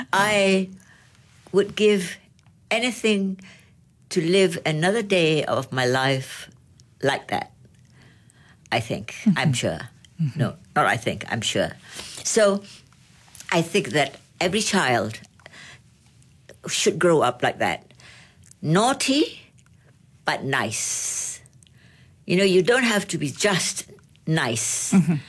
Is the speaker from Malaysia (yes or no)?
yes; Penang, Malaysia; growing up in Penang was for me a joy, a great memory and a joy, because we have so many friends in the kampung